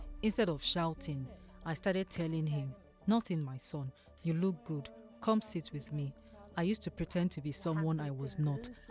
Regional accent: Somalia; About myself, I grew up in Somalia where if your parents are angry with you, you just understand from their eyes, the way they look at you.

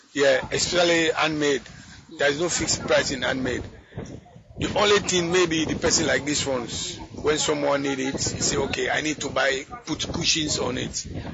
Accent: Sierra Leone; now in Gambia; I'm from Sierra Leone. Okay. I came in Gambia because of the war from Sierra Leone.

